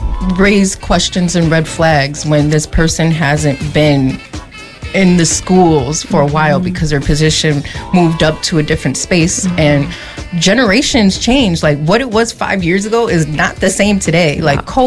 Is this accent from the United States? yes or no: yes; St. Paul, Minnesota, United States; growing up in the Rondo community